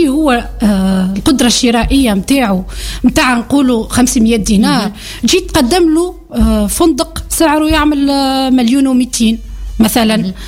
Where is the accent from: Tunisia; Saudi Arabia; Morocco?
Tunisia